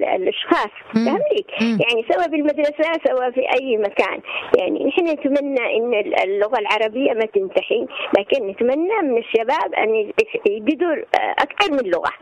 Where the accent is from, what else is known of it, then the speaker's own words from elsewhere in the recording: Aden, Yemen; accent: Adeni; اللهجة العدنية أو اليمنية بشكل عام يعني افتهملي يعني لهجتنا إحنا يعني يمكن إحنا يقول لك يعني يمكن كلامنا في عدن أغلبيته من القرآن بشكل عقيم. إحنا ننطق الجيم ننطق القاف